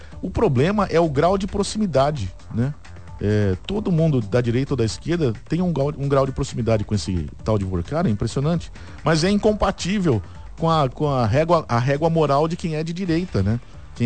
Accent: Brazil; Eu sou brasileiro comum

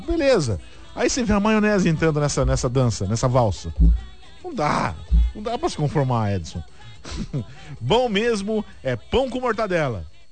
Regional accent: São Paulo, Brazil; moved away; E olha que eu sou paulista, não tô acostumado com strudel, não. É, mas já tô aqui há 25 anos, né?

